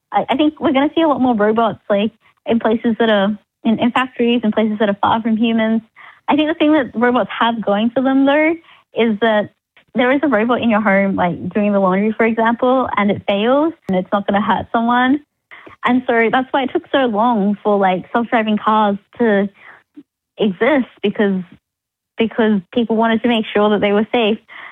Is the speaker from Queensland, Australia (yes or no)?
yes; Cairns, Queensland, Australia; When I was growing up in Cairns, I really wanted to learn how to code. Like when I was 10 or 11, I was like, oh, I really want to learn coding.